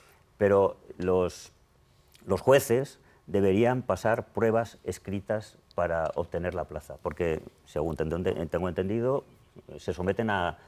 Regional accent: Spain

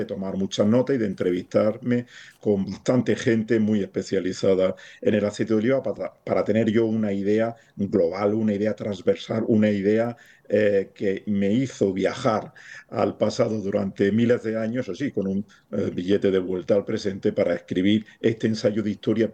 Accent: Jaén, Andalusia, Spain; Yo soy andaluz, yo nací en Jaén, aquí es donde he vivido, y entonces, claro, al nacer entre los bosques geométricos de olivares, pues toda la cultura popular, la cultura tradicional en donde yo me he criado, pues estaba empapada por el aceite de oliva

